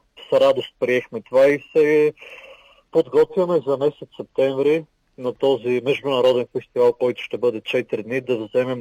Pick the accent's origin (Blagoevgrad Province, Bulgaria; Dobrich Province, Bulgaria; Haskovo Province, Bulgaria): Blagoevgrad Province, Bulgaria; Blagoevgrad; аз като техния ръководител съм от Благоевград